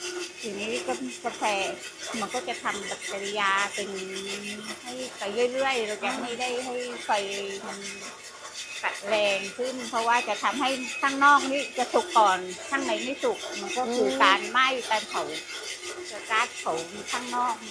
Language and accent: Thai; Surat Thani, Thailand; now in Ranong, Thailand; เป็นคนสุราษฎร